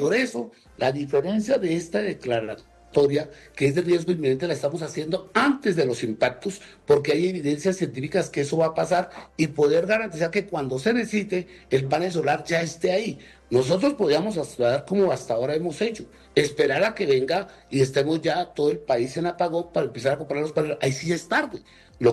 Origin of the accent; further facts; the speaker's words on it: Colombia; Allí tenemos nosotros, es que como colombianos, hacer una veeduría que esa decisión se haga y se haga correctamente.